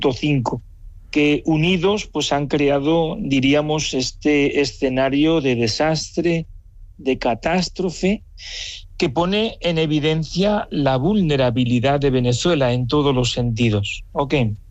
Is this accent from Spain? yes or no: yes; Incinillas, Castile and León, Spain; Mi apellido no es Incinillas, sino que es mi pueblo.